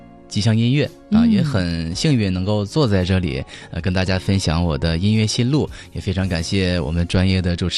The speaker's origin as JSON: {"language": "Chinese", "region": "Jilin", "country": "China", "said": "用歌声呢去讲好咱们家乡的故事，也向全国展现我们吉林的风采"}